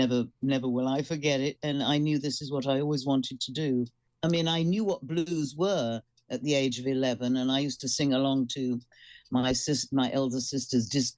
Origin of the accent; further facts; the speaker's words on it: London, United Kingdom; And of course, I'm a Britisher, I'm a Londoner, and the early days in London were, it was just so full of blues.